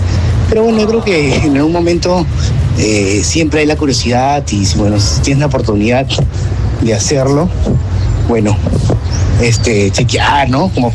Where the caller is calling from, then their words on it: Lima, Peru; Soy Santiago de Surco.